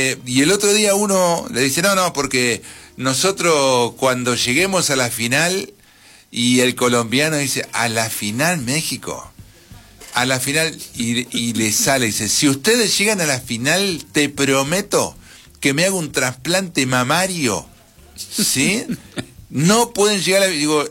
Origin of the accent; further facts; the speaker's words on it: Argentina; Nosotros somos peleadores.